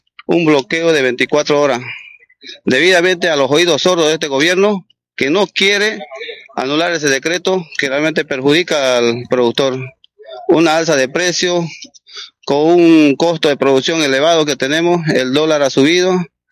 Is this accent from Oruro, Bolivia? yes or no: no; Cuatro Cañadas, Santa Cruz, Bolivia; nosotros somos productores de Cuatro Cañadas, aseguramos la seguridad alimentaria de Bolivia